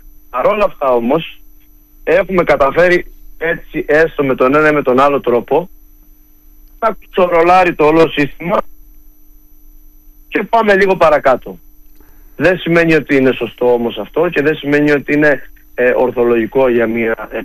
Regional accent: Crete, Greece; born there; moved away as an adult; also born or lived in Heraklion / Athens; Εγώ είμαι παιδί του χωριού. Μου αρέσει ο τόπος μου, μου αρέσει αυτή η καθημερινή ηρεμία που υπάρχει και όχι αυτό το χάος του Ηρακλείου, της Αθήνας και των μεγάλων πόλεων που έχω ζήσει.

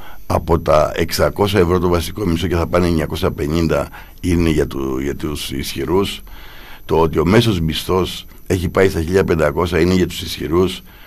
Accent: Greece; εγώ ως Έλληνας πολίτης νιώθω υπερήφανος

